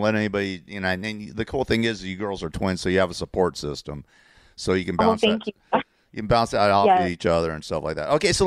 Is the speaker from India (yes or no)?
no; Los Angeles, California, United States; I grew up on the Sunset Strip.